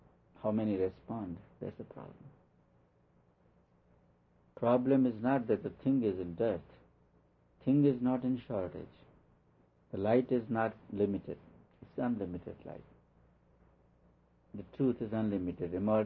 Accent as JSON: {"language": "English", "country": "India", "lives_now": "United States", "said": "Not because I'm Indian. I think I'm as good an Indian as I'm good American. I think so. 50-50 at least."}